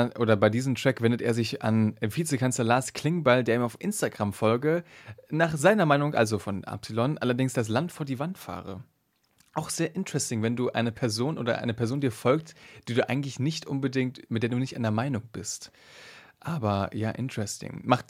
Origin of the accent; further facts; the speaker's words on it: Berlin, Germany; weil ich aus Kreuzberg komme eigentlich, aber hey, es ist Berlin-Zentrum